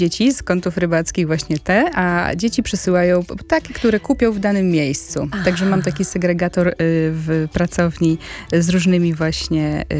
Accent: Mińsk Mazowiecki, Masovian Voivodeship, Poland

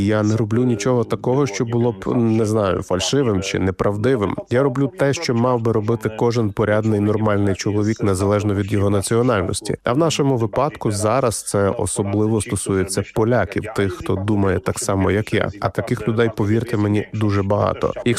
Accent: Kraków, Lesser Poland, Poland; Я народився у Кракові, я корінний краків'янин з діда-прадіда, але лише тепер почав по-справжньому пізнавати це місто.

